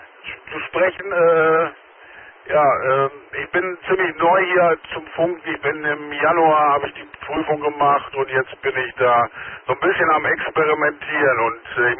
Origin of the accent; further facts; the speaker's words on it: Lingen, Lower Saxony, Germany; now in Münster, Germany; gebürtig aus Lingen, zurzeit in Münster.